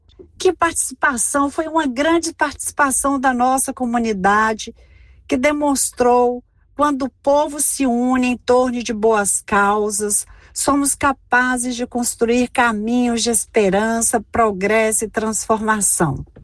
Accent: Jequitinhonha, Minas Gerais, Brazil; Minha terra, minhas raízes.

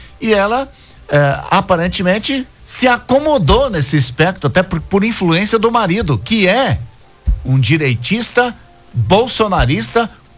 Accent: Abadia, Minas Gerais, Brazil; born there; also born or lived in Unaí / Palmeiras; Uberaba à direita, Triângulo Mineiro. Nasci em Abadia, morei em Unaí.

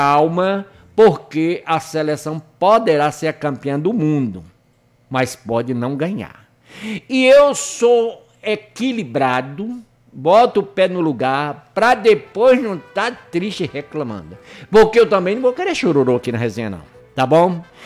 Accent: Brazil; eu, como brasileiro

